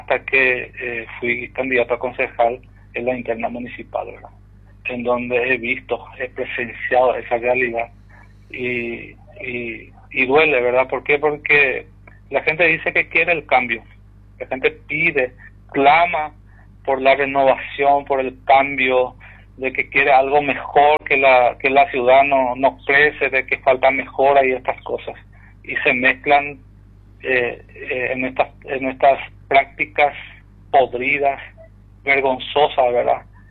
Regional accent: Presidente Franco, Alto Paraná, Paraguay; como franqueño, yo amo mi ciudad.

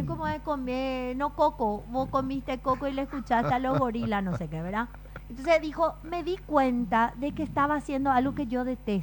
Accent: Paraguay; nosotros como paraguayos

